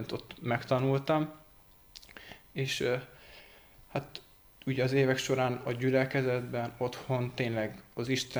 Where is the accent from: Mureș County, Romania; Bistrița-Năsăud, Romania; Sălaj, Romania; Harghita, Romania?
Sălaj, Romania; now in Cluj-Napoca, Romania; Én Szilágy megyéből kerültem ide Kolozsvára. Matematikát tanulni jöttem fel, és folytatom tovább tanulmányaimat